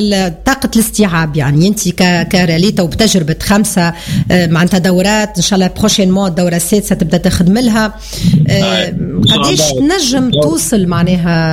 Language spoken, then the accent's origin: Arabic; Sfax, Sfax Governorate, Tunisia; بلادنا صفاقس